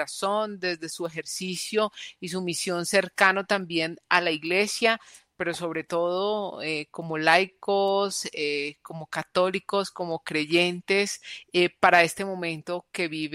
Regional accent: Colombia; nos aboca a todos como creyentes, como católicos, como colombianos

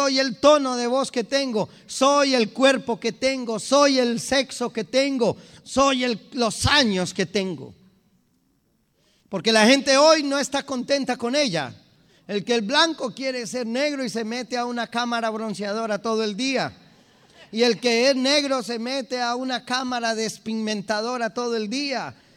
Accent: Colombia; Yo soy feliz, soy colombiano, me siento feliz de serlo.

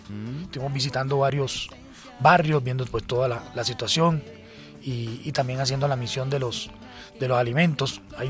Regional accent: Cartagena, Bolívar, Colombia; Yo soy cartagenero, es que cuando el Junior... Cuando yo estaba pequeñito, no existía fútbol profesional en Cartagena y me llevaban a Barranquilla.

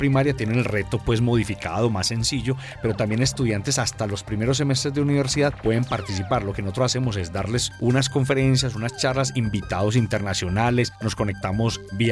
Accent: Colombia; Somos docentes de Colombia, docentes de Colombia.

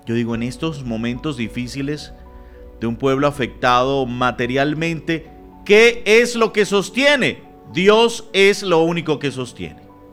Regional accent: Venezuela

